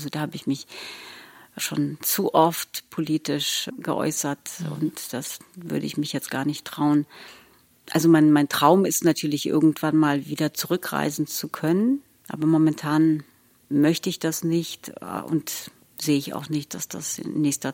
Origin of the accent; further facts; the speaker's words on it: Russia; moved away; ich habe aber an meine Kindheit in Russland so ganz sinnliche Erinnerungen. Also ich erinnere mich sehr an Temperaturen, an Kälte, weil es manchmal bis zu minus 35, 40 Grad wurde noch damals in Russland.